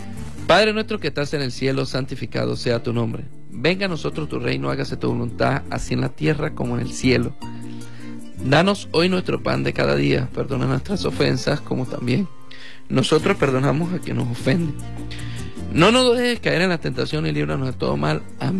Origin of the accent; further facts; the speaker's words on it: Venezuela; Es increíble, en verdad, lo que somos los venezolanos.